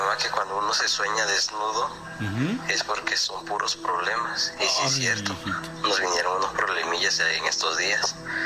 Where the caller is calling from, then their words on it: Tecuanapa, Guerrero, Mexico; de Tecuanapa, Guerrero.